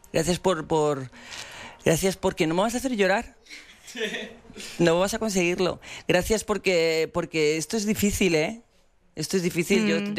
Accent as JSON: {"language": "Spanish", "town": "Zaragoza", "region": "Aragon", "country": "Spain", "said": "soy de Zaragoza, soy muy cabezota. Aunque viví solo 3 años, me quedé con mucho de la cabezonería."}